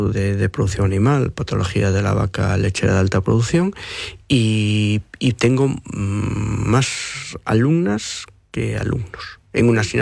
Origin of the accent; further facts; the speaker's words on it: Galicia, Spain; yo soy del barrio del Couto, de toda la vida